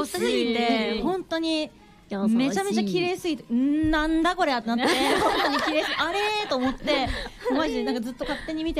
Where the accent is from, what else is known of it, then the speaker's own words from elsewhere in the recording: Hiroshima, Japan; accent: Hiroshima intonation; ちょっとイントネーションが広島県バージョンで申し訳ないんですけど